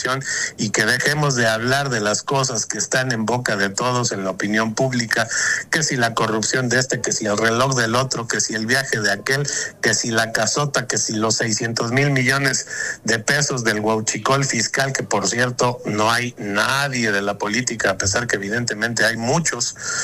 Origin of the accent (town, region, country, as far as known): Mexico